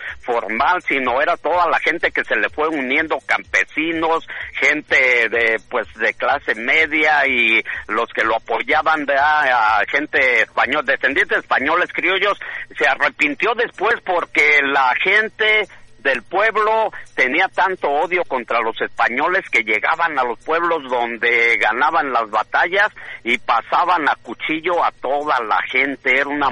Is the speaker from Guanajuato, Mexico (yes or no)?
yes; Acámbaro, Guanajuato, Mexico; moved away; de mi pueblo, Acámbaro, Guanajuato